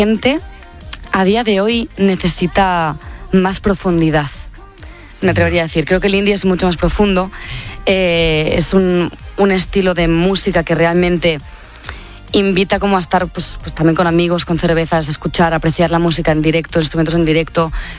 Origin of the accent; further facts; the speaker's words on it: Tiana, Catalonia, Spain